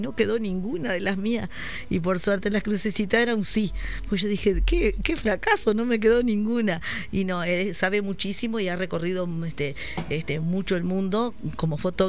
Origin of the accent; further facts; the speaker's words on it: Rosario, Colonia, Uruguay; Como somos los rosarinos.